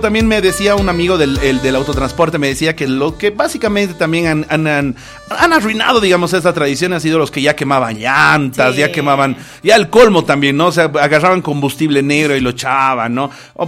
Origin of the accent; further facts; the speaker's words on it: Oruro, Bolivia; moved away; en la ciudad de Oruro, de donde yo vengo, donde he crecido pues mi infancia, he estado en mi infancia allá en mi lindo Oruro